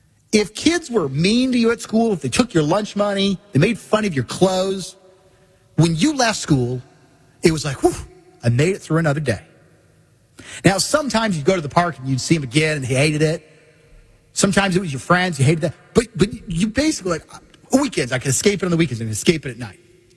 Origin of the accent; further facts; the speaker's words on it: Missouri, United States; I'm from Missouri.